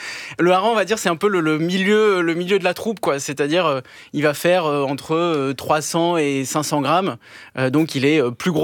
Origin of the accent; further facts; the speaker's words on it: Bordeaux, Nouvelle-Aquitaine, France; born there; Moi, je suis né à Bordeaux.